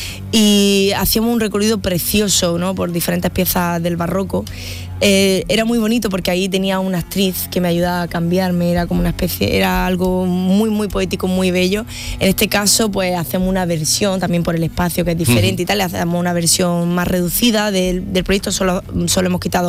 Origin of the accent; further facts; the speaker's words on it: Granada, Andalusia, Spain; Flamenco Patrimonio hay una parte que hacemos un homenaje a Granada, a mi tierra, y a mis maestros como Mario Maya